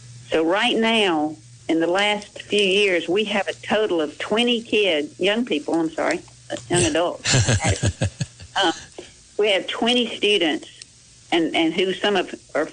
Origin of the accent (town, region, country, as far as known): Sandersville, Georgia, United States